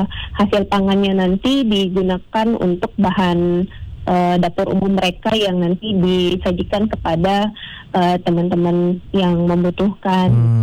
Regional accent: Makassar, South Sulawesi, Indonesia; Halo Pak Wibi, saya juga dari Makassar.

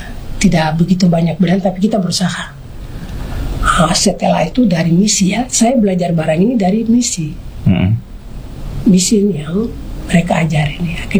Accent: Southwest Papua, Indonesia; Jadi dulu kami Mebrat itu, ada kain yang ada alam sudah siapkan untuk kami punya nenek.

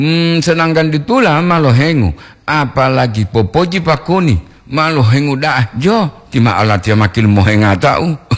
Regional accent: Riau, Indonesia; also born or lived in Gorontalo; Saya dari Riau dulu merantau di Gorontalo, dapat istri orang Gorontalo

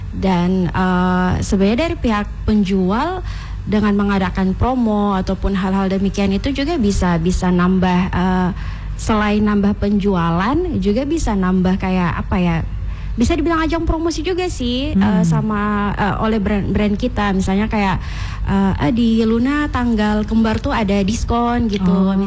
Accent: Gorontalo, Indonesia; kita ya, orang Gorontalo kan

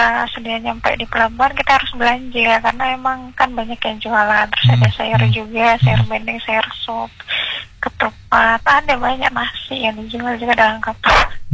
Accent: Sulawesi, Indonesia; now in Maluku, Indonesia; Kalau saya mah orang Sulawesi

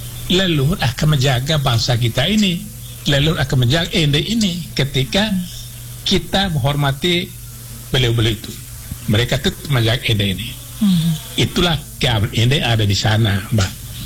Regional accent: Ende, East Nusa Tenggara, Indonesia; adat kita orang Enelio

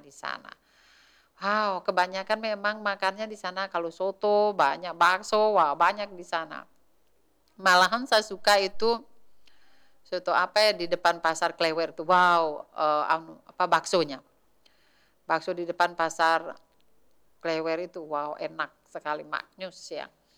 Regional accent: Sulawesi, Indonesia; kita orang Sulawesi

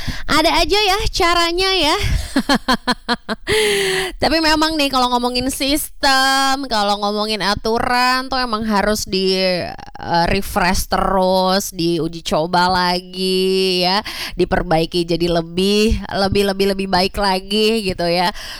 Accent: Jakarta, Indonesia; saya nih sebagai warga Jakarta

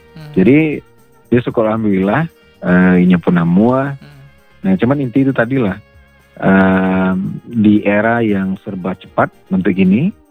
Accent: West Sumatra, Indonesia; Apakah kita betul-betul orang Minang

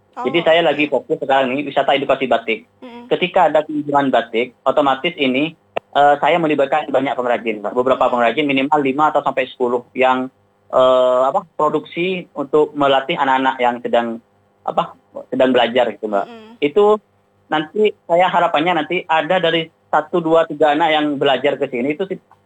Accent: Madura, East Java, Indonesia; Di kampung saya itu, di kampung batik Lampar

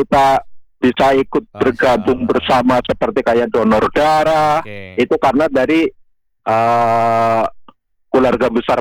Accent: Kebumen, Central Java, Indonesia; Kita karena kita asalnya dari Kebumen dan sekitarnya ya kita dibikin seperti induk kayak gitu.

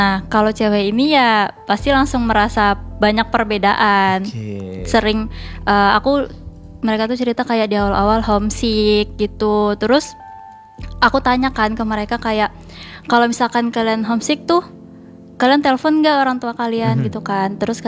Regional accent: Java, Indonesia; Aku juga Jawa dan ya enggak terlalu bisa

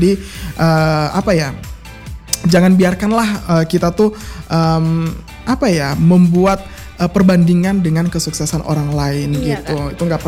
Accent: Palu, Central Sulawesi, Indonesia; kita semua nih sebagai orang Palu

